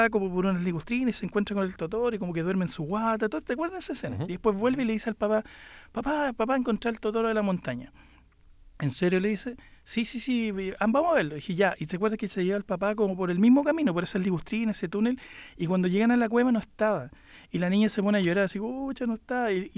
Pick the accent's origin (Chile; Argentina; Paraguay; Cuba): Chile; Somos chilenos.